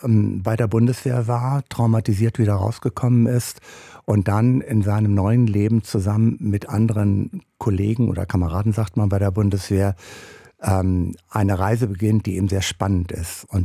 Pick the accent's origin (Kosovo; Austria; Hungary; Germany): Germany; Büren, North Rhine-Westphalia; Ich bin aufgewachsen in der Nähe von Paderborn in der sogenannten Wewelsburg. Das ist die ehemalige Himmlerburg.